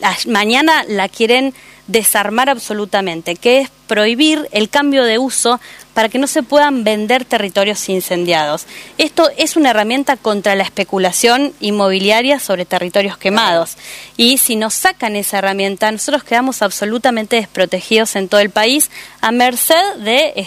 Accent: San Carlos de Bariloche, Río Negro, Argentina; Yo soy patagónica, soy de San Carlos de Bariloche

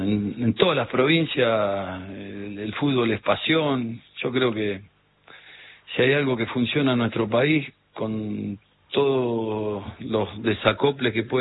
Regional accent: Junín, Buenos Aires Province, Argentina; yo soy de Junín.

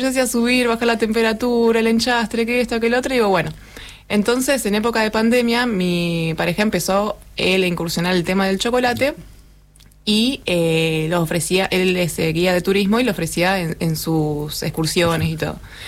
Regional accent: Ushuaia, Tierra del Fuego, Argentina; Sí, nací y criada en Ushuaia.

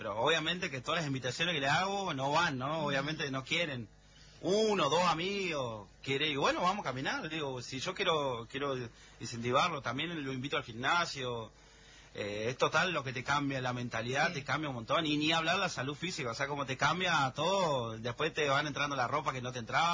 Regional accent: Argentina; Así somos los argentinos, hijos del rigor.

